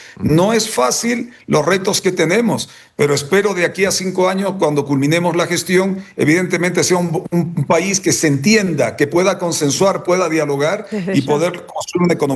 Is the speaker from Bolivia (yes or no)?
yes; Bolivia